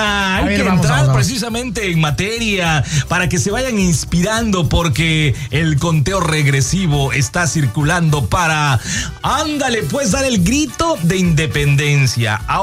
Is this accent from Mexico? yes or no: yes; Mexico; Hoy somos más mexicanos que nunca.